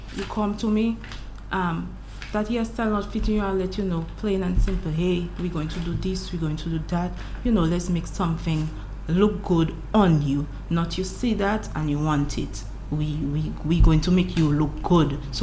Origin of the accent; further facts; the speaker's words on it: Grand Fond, Dominica; Yes, I'm from Grand Fond.